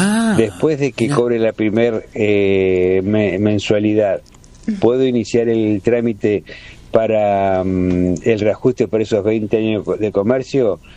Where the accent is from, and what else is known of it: Bragado, Buenos Aires Province, Argentina